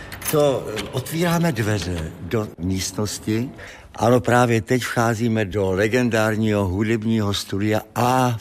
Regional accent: Moravia, Czechia; Vyrůstal jsem v rodinném domku na Moravě.

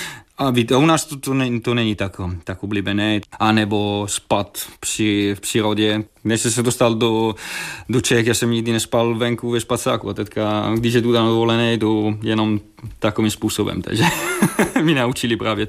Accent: Bergamo, Lombardy, Italy; Czech is a second language; moved away as an adult; now in Czech Republic; Já jsem mrdý, že jsem z Bergama, pořád jsem mrdý, že jsem Ital, i když tady chci bydlet a možná získat občanství, ale si myslím, že pořád já budu Ital

